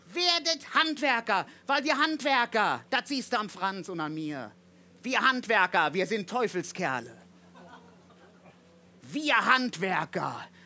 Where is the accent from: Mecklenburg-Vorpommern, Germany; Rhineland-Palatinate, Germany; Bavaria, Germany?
Rhineland-Palatinate, Germany; Nickenich; moved away; Ja, ich komme ja nicht von hier, ich komme aus der Eifel. Ja, schön, dass das so eine Ekstase hier hervorbringt. Mal gucken, ob das Örtchen, wo ich herkomme, ob das einer kennt. Hat einer schon mal das Eifeldörfchen Nicken nicht gehört?